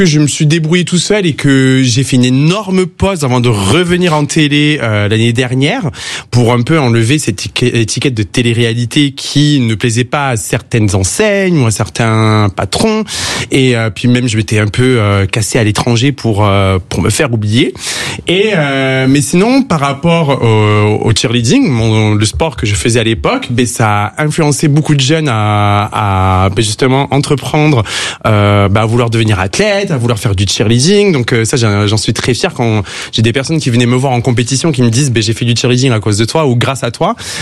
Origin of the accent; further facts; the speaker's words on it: Lourdes, Occitanie, France; moi je viens de Lourdes